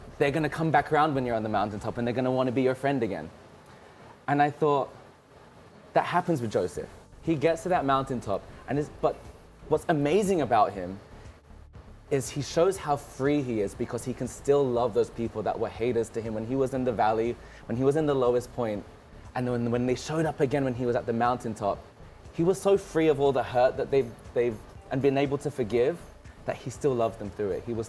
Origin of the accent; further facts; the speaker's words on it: London, United Kingdom; also born or lived in United States; now in Philippines; I grew up in London, then I lived in the US for a while, and now I'm here.